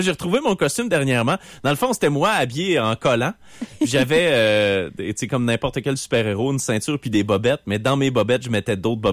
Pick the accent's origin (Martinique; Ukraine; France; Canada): Canada; Esprit-Saint, Quebec; moved away; Moi, je viens d'Esprit Saint.